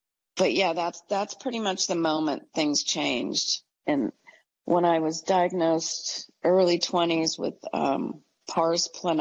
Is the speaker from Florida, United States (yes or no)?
no; San Francisco, California, United States; And for the next 20 years, I grew up in the Bay Area, San Francisco, and I sought out all kinds of alternative modalities